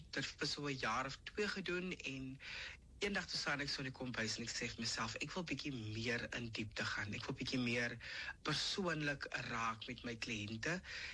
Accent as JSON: {"language": "Afrikaans", "town": "Bellville", "region": "Western Cape", "country": "South Africa", "tie": "born or raised there", "said": "36 jaar oud. En ek het my hele lewe lank het ek groot geword in die Belleville area, daar skool gegaan by tegniese skool"}